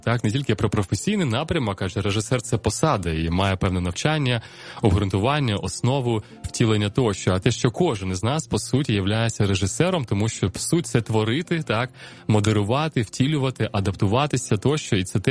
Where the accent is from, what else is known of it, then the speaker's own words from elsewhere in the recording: Enerhodar, Zaporizhzhia Oblast, Ukraine; Це моє рідне місто, до речі, я там народився.